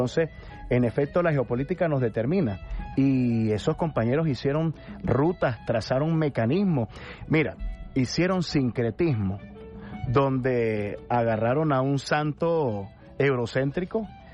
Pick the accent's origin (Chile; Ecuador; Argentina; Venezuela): Venezuela; es una demostración de lo que somos los venezolanos